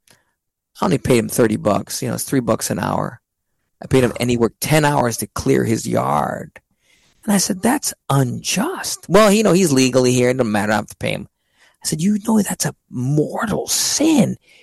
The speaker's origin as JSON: {"language": "English", "region": "Texas", "country": "United States", "also_born_or_lived": "New York", "moved": "as an adult", "said": "I lived in New York for a while. I was a foreigner. I was from Texas."}